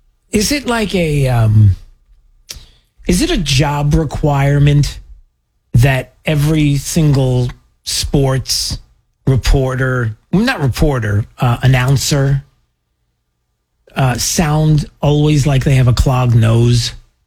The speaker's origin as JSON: {"language": "English", "region": "New York", "country": "United States", "tie": "born or raised there", "said": "I grew up in New York, generations, Knicks fans for the longest time have waited."}